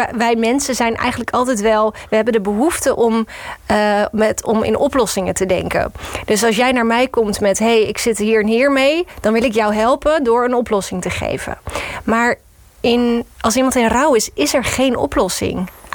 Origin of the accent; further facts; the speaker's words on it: Rotterdam, South Holland, Netherlands; We komen allebei uit Rotterdam, zijn even oud.